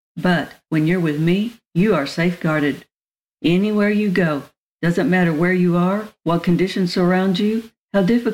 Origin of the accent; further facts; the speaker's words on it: Oklahoma, United States; I grew up in Oklahoma, and so the word safety has a special meaning right around the time of year when the tornadoes come.